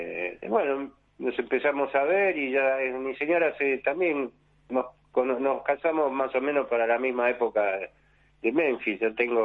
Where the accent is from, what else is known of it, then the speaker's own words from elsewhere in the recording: Buenos Aires, Argentina; en el barrio donde yo me crié, en Floresta, era, todos querían tocar la guitarra, ¿viste?